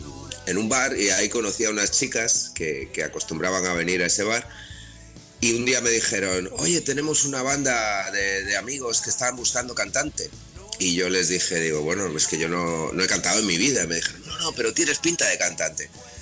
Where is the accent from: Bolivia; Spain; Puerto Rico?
Spain; Reus, Catalonia; born there; es un cantante y compositor que nací en Reus, en Tarragona